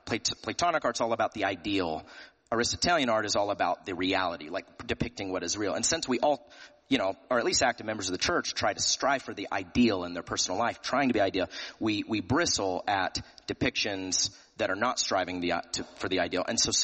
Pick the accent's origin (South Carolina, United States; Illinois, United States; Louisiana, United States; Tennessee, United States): Tennessee, United States; I'm from Tennessee.